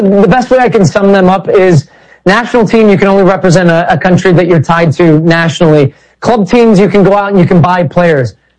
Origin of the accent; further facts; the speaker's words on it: United States; as American soccer people